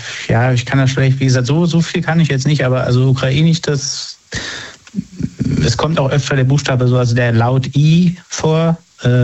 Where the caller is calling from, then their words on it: Rhineland-Palatinate, Germany; Westerwald.